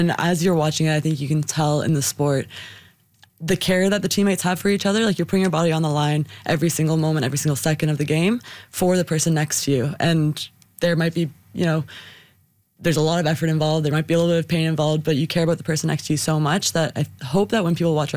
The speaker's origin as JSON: {"language": "English", "town": "Oakville", "region": "Ontario", "country": "Canada", "tie": "born or raised there", "said": "I would say when I was growing up in Oakville, it was massive at my high school."}